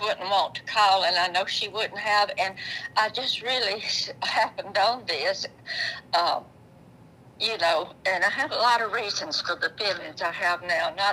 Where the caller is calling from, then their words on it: Muscle Shoals, Alabama, United States; I'm calling from Muscle Shoals, Alabama.